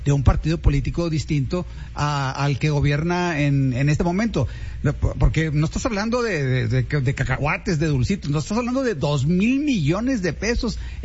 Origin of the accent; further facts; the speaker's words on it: Monclova, Coahuila, Mexico; no soy de Torreón, no tengo la fortuna de ser de allá, tengo la fortuna de ser de Monclova